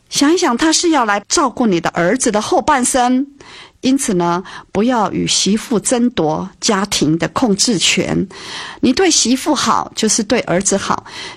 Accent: China; 我们中国人哈比较少会去夸赞别人

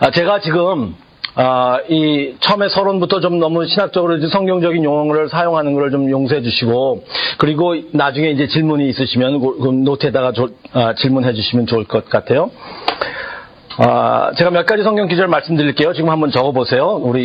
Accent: South Korea; 우리는 한국 사람들이니까

